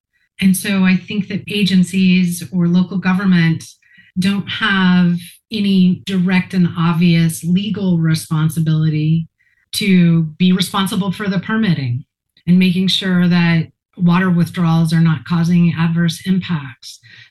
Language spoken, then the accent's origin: English; Missouri, United States; born there; Well, I was born in Southwest Missouri, and water is a big part of life here.